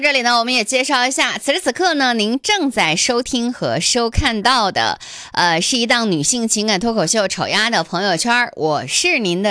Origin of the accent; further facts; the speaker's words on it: China; 我是中国人，我只用中国话回复你